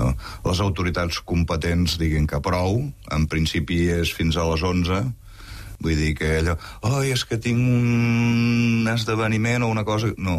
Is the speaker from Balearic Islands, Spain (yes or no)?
no; Catalonia, Spain; Som catalans, estem a Catalunya, fem coses de catalans.